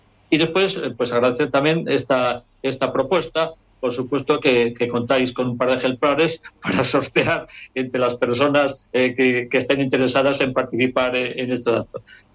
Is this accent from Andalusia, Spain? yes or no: no; Laguna de Duero, Castile and León, Spain; also born or lived in Bilbao; now in Galicia, Spain; Sabéis que soy de Laguna de Duero, de Valladolid. Ajá. Lo que pasa es que después estuve viviendo en Bilbao muchos años, me considero también medio vasco, después llevo 54 años en Galicia.